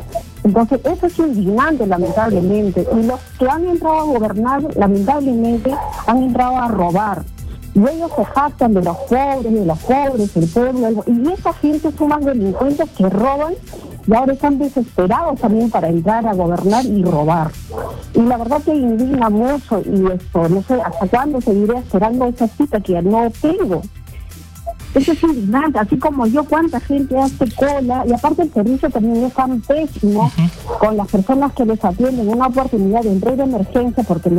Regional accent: Peru; O sea, todos somos peruanos. Hagamos conciencia por nuestro país

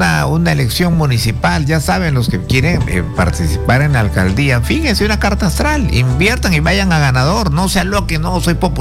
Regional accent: Tumbes, Peru; Tumbes, mi tierra, el norte del Perú.

